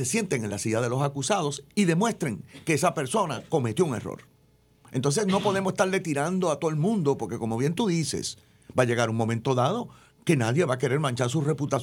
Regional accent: Puerto Rico

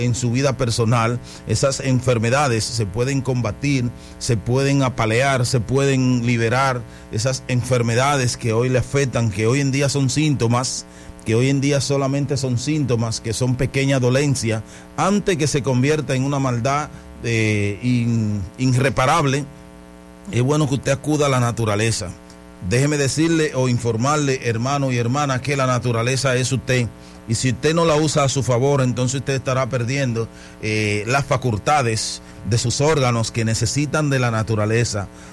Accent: Dominican Republic; Yo veo árboles de nin en mi país, especialmente aquí en la Romana.

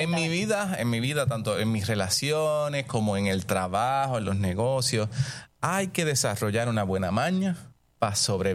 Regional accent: San Sebastián, Puerto Rico; allá de donde soy, de San Sebastián

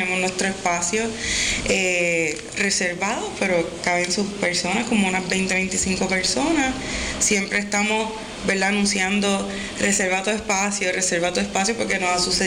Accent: Sabana Grande, Puerto Rico; Yo soy de Sabana Grande, somos un pueblo, como digo Jan, con un paladar criollito.

